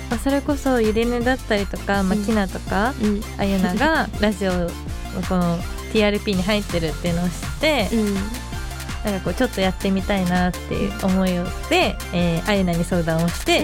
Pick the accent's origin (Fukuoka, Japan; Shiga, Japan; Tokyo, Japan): Tokyo, Japan; also born or lived in Okinawa; 沖縄県生まれ、東京都出身の19歳、もうすぐ20歳になります。